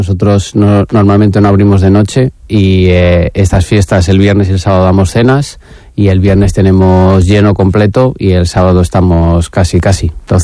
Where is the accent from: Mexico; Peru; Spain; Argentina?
Spain; León, Castile and León; moved away as an adult; now in Burgos, Spain; Yo soy de León, uh-huh, soy cazurro